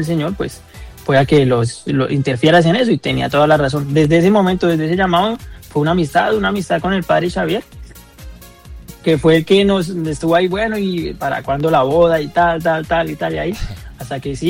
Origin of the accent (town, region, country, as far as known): Colombia; moved away as an adult; now in Barcelona, Spain